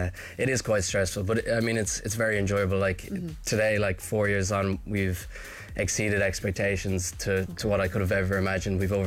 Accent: Ireland; born there; moved away; I'm a fluent Gaelgor, so I did primary and secondary school completely true Irish.

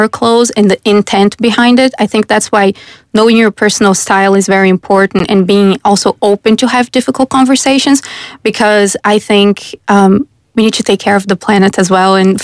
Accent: Brazil; now in Ireland

